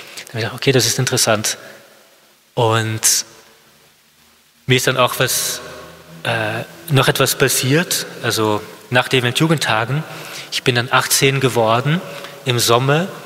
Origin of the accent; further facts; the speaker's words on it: Flanders, Belgium; first language French; German is a second language; moved away; Französisch, ehrlich, meine Muttersprache, aber ich bin in Flandern mit Flämisch aufgewachsen, auch in der Schule.